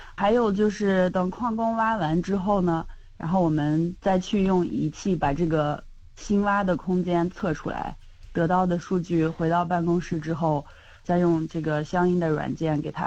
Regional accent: Shanxi, China; moved away as an adult; now in Kalgoorlie, Australia; 别人都会问我说你哪里的，我说山西人的

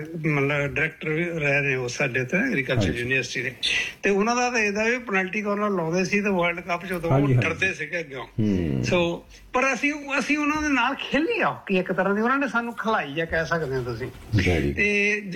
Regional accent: Jalandhar, Punjab, India; ਪਹਿਲੀ ਵਾਰੀ ਮੈਂ ਓਬਵੀਅਸਲੀ ਜਲੰਧਰ ਤੋਂ ਆ, ਪੰਜਾਬ ਸਾਡਾ ਪਿੰਡ ਆ ਸੰਸਾਰਪੁਰ ਦੇ ਨਾਲ ਹੀ

